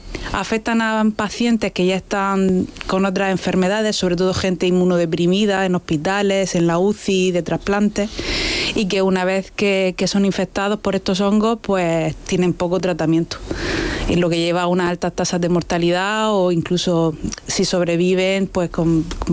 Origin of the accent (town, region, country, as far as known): Region of Murcia, Spain